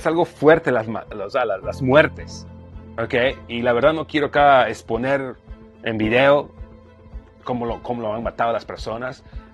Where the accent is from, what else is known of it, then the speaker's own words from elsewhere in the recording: Mexico; yo soy de México